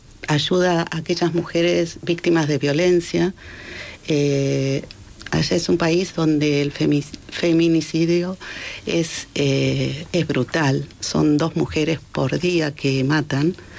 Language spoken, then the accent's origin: Spanish; Argentina; moved away; hice un link mental con todo eso de donde vengo, ¿no? Del país de donde vengo.